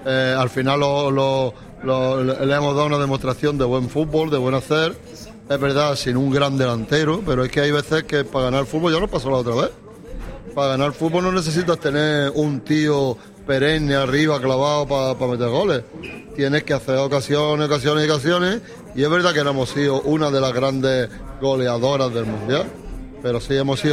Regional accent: Spain; por la parte que nos queda como españoles, pues es que los españoles, si los españoles somos los de Almería

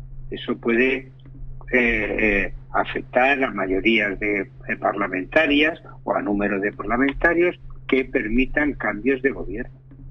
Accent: Tarragona, Catalonia, Spain; born there; now in Almería, Spain; Yo nací en Tarragona, yo soy catalán, pero yo no puedo votar en Cataluña, yo no puedo votar por mi ciudad, ni puedo votar en las autonómicas catalanas.

